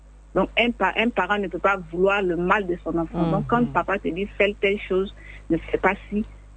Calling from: Abidjan, Côte d’Ivoire; J'appelle de Yopougon.

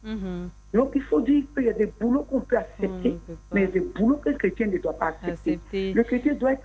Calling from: Bingerville, Abidjan, Côte d’Ivoire; J'appelle de Bergerville.

